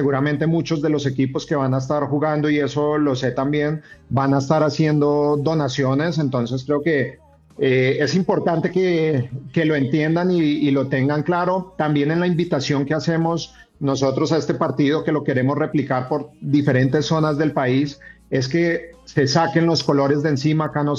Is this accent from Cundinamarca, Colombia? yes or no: no; Bogotá, Colombia; now in Cali, Colombia; yo soy de Bogotá, pero amo Cali, me fui muy joven para allá y es una ciudad que me abrió las puertas y que amo profundamente y que me ha dado muchas cosas.